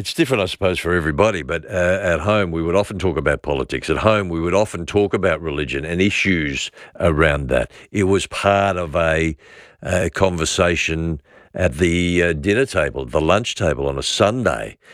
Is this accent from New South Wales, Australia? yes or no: no; Melbourne, Victoria, Australia; but in Victoria, growing up in Melbourne, a lot of the issues around at that time were openly discussed